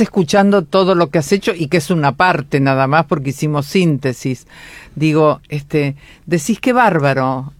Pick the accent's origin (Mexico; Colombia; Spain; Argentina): Argentina; Río Negro; Yo soy de Río Negro